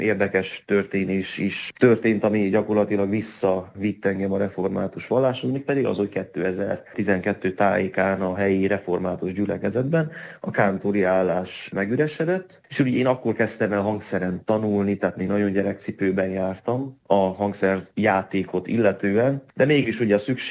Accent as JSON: {"language": "Hungarian", "town": "Carei", "region": "Satu Mare County", "country": "Romania", "tie": "born or raised there", "moved": "as an adult", "lives_now": "Nyírmártonfalva, Hungary", "said": "én a Páciumban nőttem fel, Nagykárolyban."}